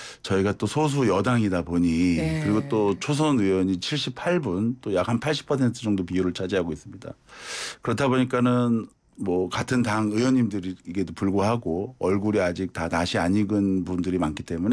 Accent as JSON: {"language": "Korean", "region": "Seoul", "country": "South Korea", "tie": "born or raised there", "said": "저는 서울입니다, 고향. 그래서 이 귀경길 이런 걸 해본 적이 없어가지고"}